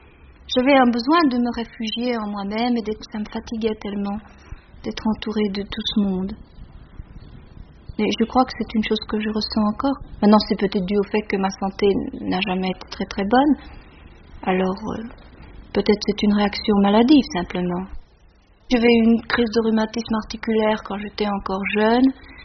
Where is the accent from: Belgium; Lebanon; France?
Belgium; Flanders; Oui, je suis flamande. Mes parents sont flamands.